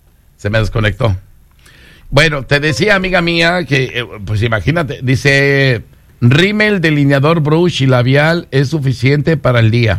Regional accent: Ciudad Guzmán, Jalisco, Mexico; now in United States; allá de mi pueblo, Ciudad Guzmán

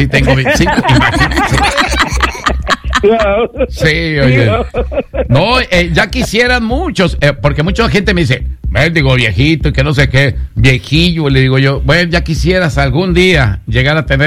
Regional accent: Mexico; Ese vato sí es mexicano, porque así somos los mexicanos, como él, así.

